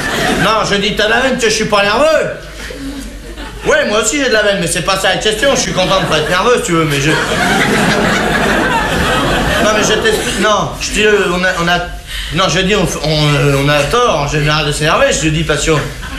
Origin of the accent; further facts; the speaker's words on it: France; Je suis mal placé, oui.